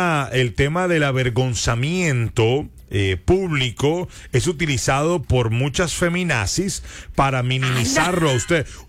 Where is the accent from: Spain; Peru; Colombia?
Colombia; also born or lived in Bogotá; now in United States; cuando yo vivía en Bogotá, yo respetaba que yo vivía en otra ciudad. Soy colombiano